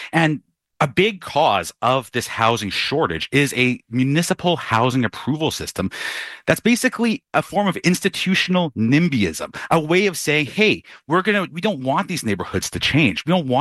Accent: Vancouver, British Columbia, Canada; Look, I grew up in Vancouver. I'm in my mid-40s now

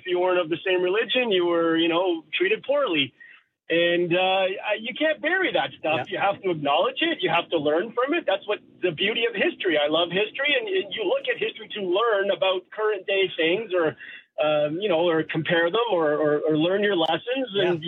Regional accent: Canada; Right, but at the end of the day, we're all Canadian

